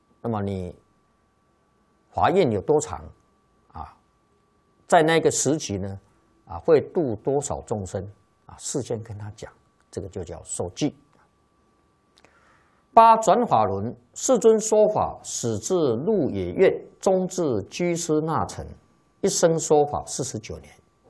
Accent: China; 一般我们中国人讲盖房子坐北朝南

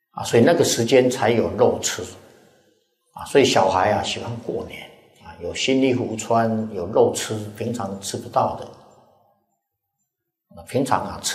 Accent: Taiwan; 我们是台湾来的带些钱在这边蛮好用的

